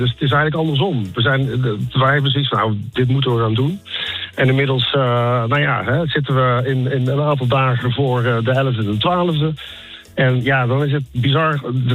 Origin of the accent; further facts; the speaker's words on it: Waalwijk, North Brabant, Netherlands; Ja, ik was een schuchtere Brabantse jongen, inderdaad, geboren en getogen in Waalwijk.